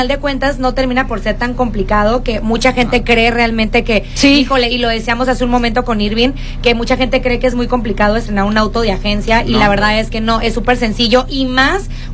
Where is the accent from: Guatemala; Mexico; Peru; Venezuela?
Mexico; como mexicanos se nos complica la cuestión de la ahorrada